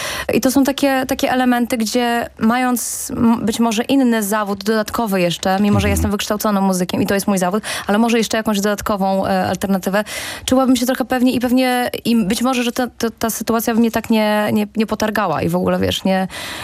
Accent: Warmian-Masurian Voivodeship, Poland

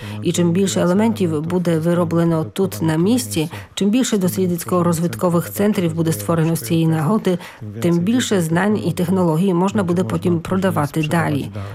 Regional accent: Gryfice County, West Pomeranian Voivodeship, Poland; У моєму рідному Грифіцькому повіті безробіття сягало 50%.

